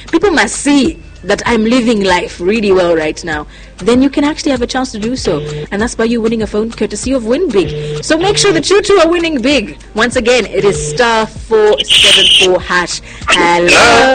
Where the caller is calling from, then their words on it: Zambia; I'm calling from Winvic, Zambia.